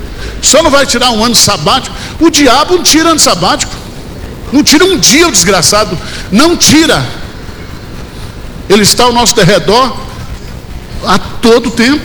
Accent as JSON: {"language": "Portuguese", "region": "Bahia", "country": "Brazil", "said": "eu que sou baiano"}